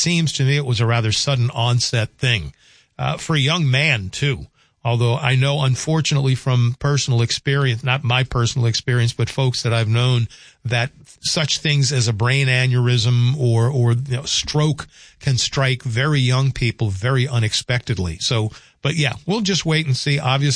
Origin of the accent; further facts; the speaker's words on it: the South, United States; I wouldn't say I'm a fan, but growing up in the South, it was obviously a normal staple in our Saturdays.